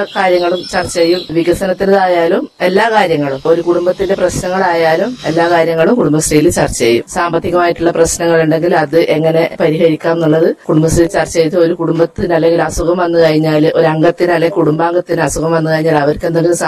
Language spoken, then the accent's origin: Malayalam; Kerala, India; ഞാൻ ഇവിടെ തന്നെ ജനിച്ചു വളർന്നതാണ്. 10-45 വർഷം കഴിഞ്ഞു.